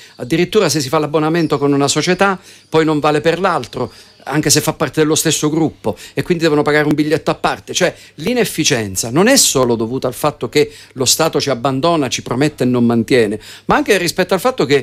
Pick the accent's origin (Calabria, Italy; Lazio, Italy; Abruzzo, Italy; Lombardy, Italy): Calabria, Italy; Trebisacce; Anch'io sono di Trebisaccio e partecipo con piacere a questa trasmissione